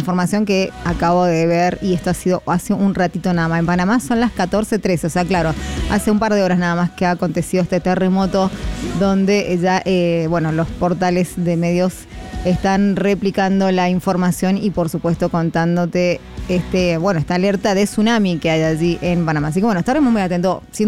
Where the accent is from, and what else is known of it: Argentina